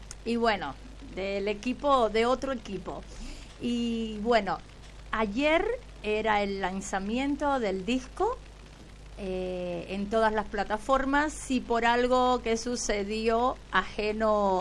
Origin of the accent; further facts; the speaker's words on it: Guantánamo, Cuba; born there; also born or lived in Havana; Sí. Nací en Guantánamo. ¿Viste de dónde sale Guantánamo?